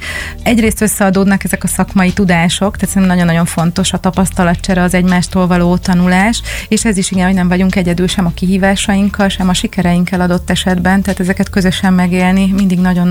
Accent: Hungary; falun nőttem fel, és ezért nagyon erősen kötődöm a vidékhez, és nem csak ahhoz a vidékhez, ahol felnőttem, hanem az egész Magyarországhoz.

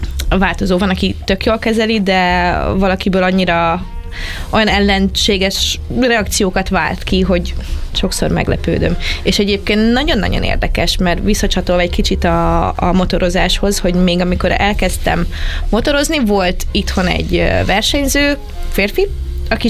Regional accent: Kecskemét, Bács-Kiskun, Hungary; accent: Kecskemét dialect; megint a kecskeméti tájszólásom

